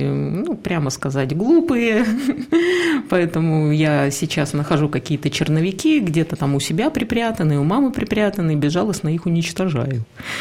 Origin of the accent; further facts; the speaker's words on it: Abakan, Khakassia, Russia; also born or lived in Norilsk / Krasnoyarsk / Saint Petersburg; now in Moscow, Russia; Родилась я в Норильске, школу оканчивала в Абакане, потом долго жила в Красноярске, из Красноярска поехала в Санкт-Петербург, там прожила недолго, но очень плодотворно.